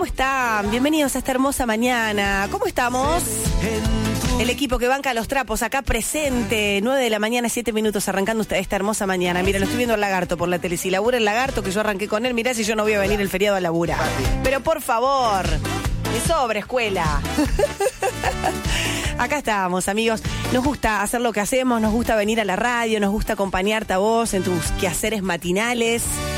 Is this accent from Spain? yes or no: no; Argentina; qué lindo que es ser argentino